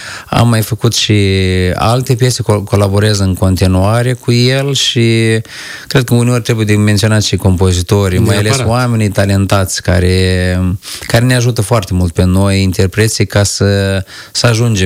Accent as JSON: {"language": "Romanian", "region": "North", "country": "Romania", "said": "Eu sunt de la Nord, când concertez la Nord, cu siguranță cei de la Nord vor să asculte ceva din așa"}